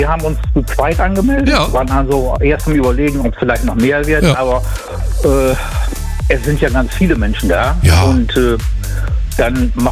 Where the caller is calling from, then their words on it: Osnabrück, Lower Saxony, Germany; Ich komme aus Osnabrück, Dudesheide.